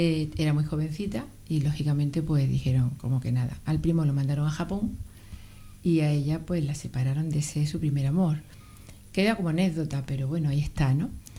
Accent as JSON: {"language": "Spanish", "town": "Vélez-Málaga", "region": "Andalusia", "country": "Spain", "said": "Yo soy del pueblo de María Zambrano, de Belén, Málaga."}